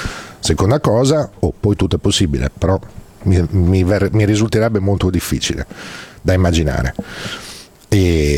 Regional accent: Bologna, Emilia-Romagna, Italy; Da bolognese o tifoso del Bologna mi continua a chiedere che fine farà il Dall'Ara

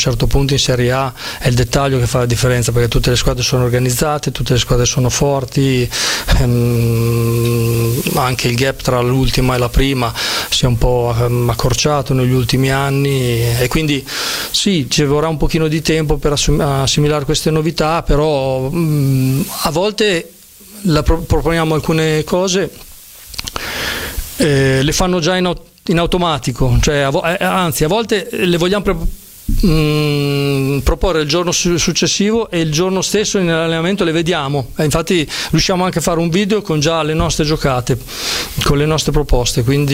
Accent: Sasso Marconi, Emilia-Romagna, Italy; io sono di Sasso Marconi, no? Quindi un paesino piccolo, tantissimi tifosi del Bologna, se non tutti

